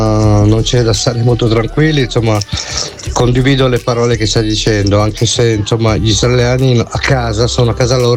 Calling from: Milan, Lombardy, Italy; da Milano.

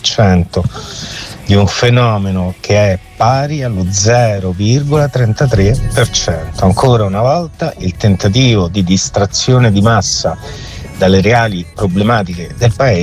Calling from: Rome, Lazio, Italy; Buongiorno

